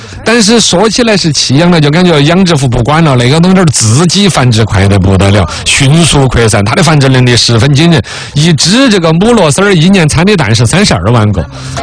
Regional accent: China

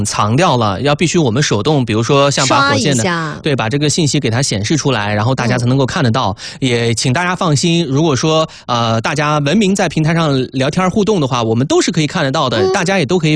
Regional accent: Xinjiang, China; moved away; 我们新疆那边的少数民族，我姐姐是锡伯族。

